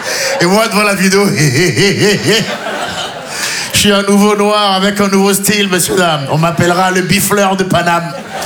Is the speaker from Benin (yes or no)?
yes; Benin; Je me dis, je suis franco-béninois. Ouais, mais je me dis maintenant, quand les impôts ils viennent, je suis béninois.